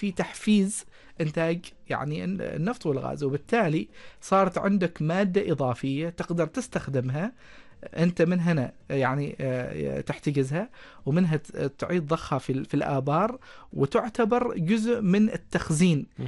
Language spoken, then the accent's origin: Arabic; Oman